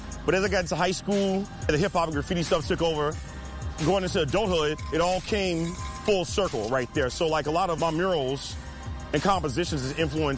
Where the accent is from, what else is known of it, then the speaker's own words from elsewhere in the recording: Chicago, Illinois, United States; born there; I was born in Woodlawn, mind you, right? As a matter of fact, I was born down the street from here off of 65th and St. Lawrence.